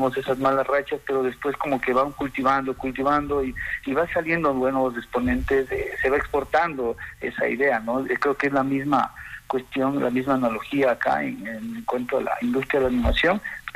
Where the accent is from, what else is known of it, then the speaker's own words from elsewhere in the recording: Ecuador; nosotros como ecuatorianos